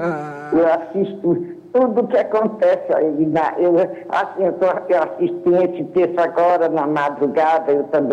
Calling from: Fortaleza, Ceará, Brazil; Eu falo de Fortaleza.

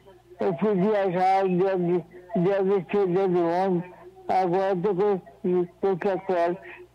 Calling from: Curitiba, Paraná, Brazil

